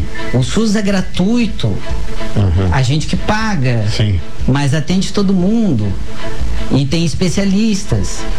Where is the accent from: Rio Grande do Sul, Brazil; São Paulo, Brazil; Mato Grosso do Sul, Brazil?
Mato Grosso do Sul, Brazil; Campo Grande; born there